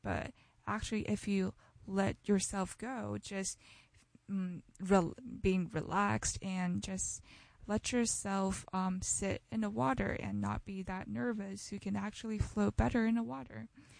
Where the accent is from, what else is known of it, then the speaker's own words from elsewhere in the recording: Shanghai, China; And maybe because my home city is beside the sea. I'm from Shanghai. It's really close to the sea, and we have a river that runs across the city.